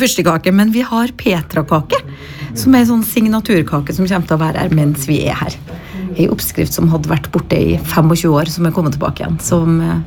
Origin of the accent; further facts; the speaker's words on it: Trøndelag, Norway; Så selv om vi er trøndere begge